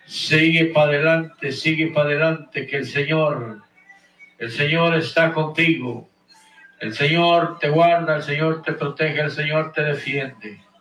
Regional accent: Guatemala; now in Houston, United States; desde aquí de Houston, Texas, hasta Guatemala, mi tierra natal. … nacido en Guatemala, viviendo aquí en Houston, Texas

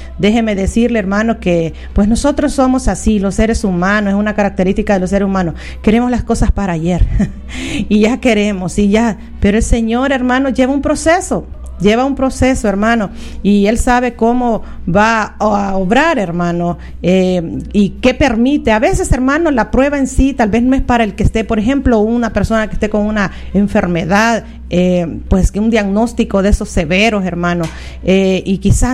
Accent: El Salvador; en el caso de nosotros somos salvadoreños

